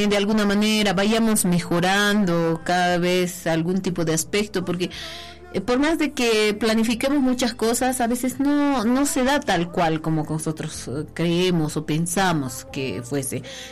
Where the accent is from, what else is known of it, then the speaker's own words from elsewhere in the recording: Potosí, Bolivia; nosotros, como buenos potosinos